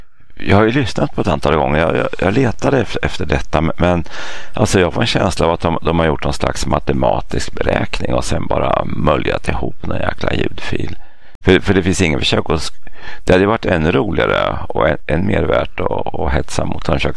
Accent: Eskilstuna, Södermanland, Sweden; accent: Eskilstuna dialect; Då talar jag alltså en extremt genuin gnällig eskilstunesiska medeläspning också.

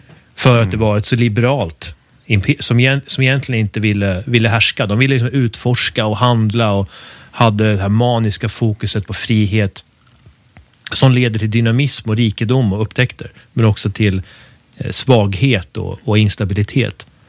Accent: Sweden; man som svensk

